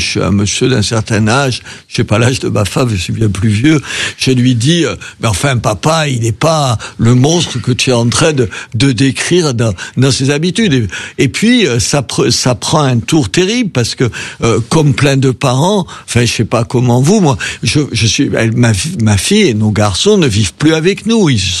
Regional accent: south of France, France; alors peut-être que je suis du Midi, donc je m'emballe

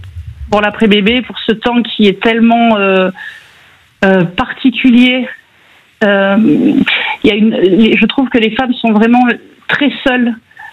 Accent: Nouvelle-Aquitaine, France

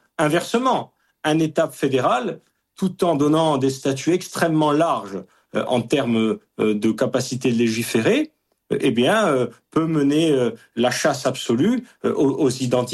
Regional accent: La Trinité-sur-Mer, Brittany, France

